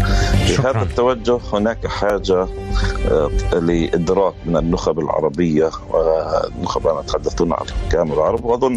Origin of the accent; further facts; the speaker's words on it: Palestine; عندنا في فلسطين